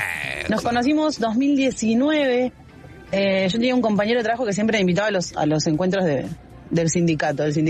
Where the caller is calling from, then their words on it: Barracas, Buenos Aires Province, Argentina; de Barracas.